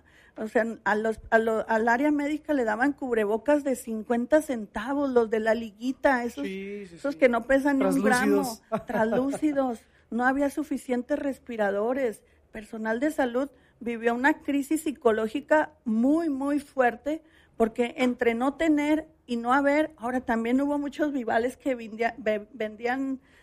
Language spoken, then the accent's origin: Spanish; Mexico; Todos somos mexicanos